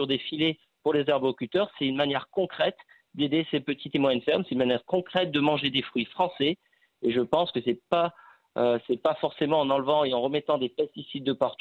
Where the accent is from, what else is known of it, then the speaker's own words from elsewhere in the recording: Auvergne-Rhône-Alpes, France; Je vous donne un exemple, chez nous en Ardèche, il y a beaucoup d'arboriculteurs dans la cerise